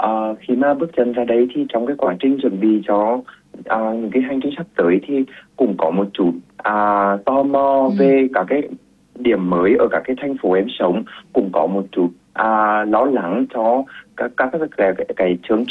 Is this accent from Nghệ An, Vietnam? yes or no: yes; Vinh, Nghệ An, Vietnam; moved away as an adult; now in Hanoi, Vietnam; em được sinh ra và lớn lên ở thành phố Vinh, Nghệ An ạ.